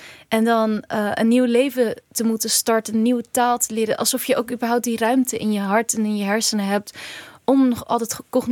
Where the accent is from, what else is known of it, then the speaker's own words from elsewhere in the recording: Rotterdam, South Holland, Netherlands; also born or lived in Gorinchem; toen naar Rotterdam-Zuid. Daar ben ik ook geboren. Ik ben in Gorinchem geboren. Maar we zijn zo vroeg, toen ik 2 was, was ik daar al. Dus voor mij ben ik in Rotterdam geboren.